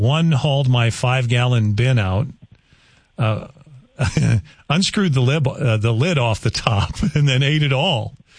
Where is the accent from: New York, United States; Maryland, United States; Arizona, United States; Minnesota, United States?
Minnesota, United States; Luverne; We had in the town I grew up in Minnesota, actually, Blue Mound State Park